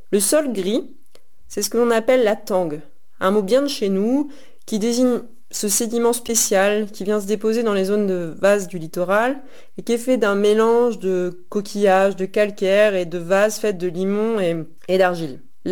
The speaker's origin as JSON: {"language": "French", "town": "Vince", "region": "Normandy", "country": "France", "tie": "born or raised there", "said": "Je viens de Normandie et de ce que l'on appelait anciennement la Basse Normandie. Et plus précisément, je suis née et j'ai grandi à côté d'Avranches, dans le sud Manche, dans un petit village qui s'appelle Vince."}